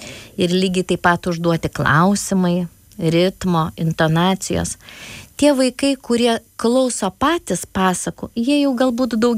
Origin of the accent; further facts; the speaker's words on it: Anykščiai, Utena County, Lithuania; Esu pati iš Anykščio